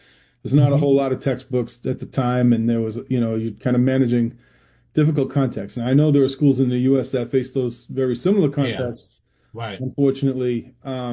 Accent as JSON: {"language": "English", "region": "Massachusetts", "country": "United States", "tie": "born or raised there", "said": "I was a certified school teacher in the state of Massachusetts, living in my hometown"}